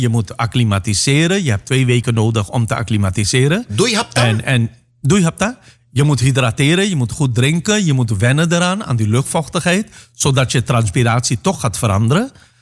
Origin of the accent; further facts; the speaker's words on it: Suriname; now in Netherlands; Ik ben in Suriname groot geworden.